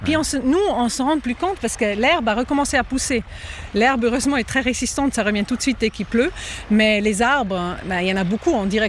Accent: St. Gallen, Switzerland; French is a second language; now in Lausanne, Switzerland; Non, je viens de Saint-Gall et puis j'ai grandi sans lac et je ne peux plus m'imaginer de vivre à un endroit où il n'y a pas d'eau.

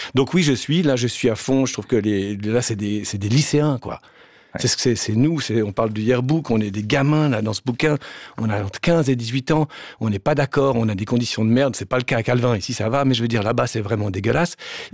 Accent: Switzerland; Je ne vote pas en France parce que je suis suisse

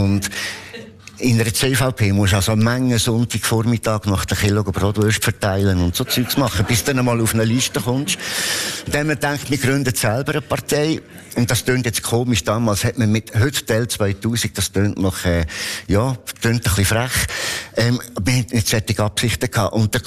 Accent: Lucerne, Switzerland; ich als Luzerner

